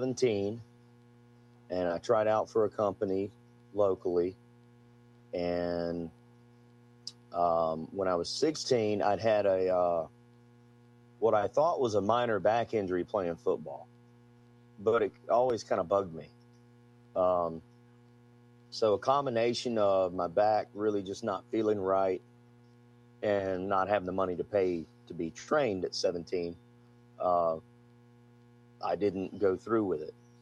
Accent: Mobile, Alabama, United States; I grew up, I'm from Mobile, Alabama, still based in Mobile, Alabama. But there's, you know, there's different little towns inside of Mobile. And when I was a kid, I grew up in a little area called Tanner Williams

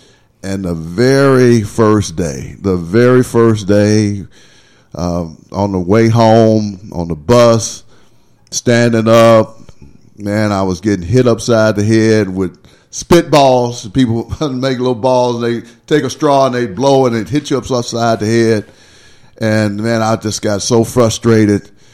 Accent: Berkeley, California, United States; also born or lived in Arkansas; I grew up in Berkeley, but in 65, 66, we moved back to Arkansas and ended up going to a school that was just integrating that year.

